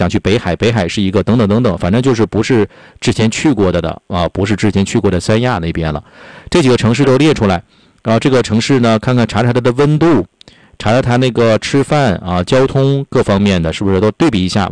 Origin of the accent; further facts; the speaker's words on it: Northeast China, China; 咱们东北人开的啊